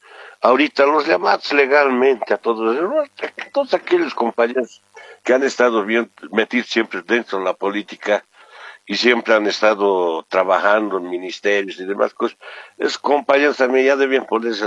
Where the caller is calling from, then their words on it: La Paz, Bolivia; Buenos días, yo le llamo desde la ciudad de La Paz. Ajá.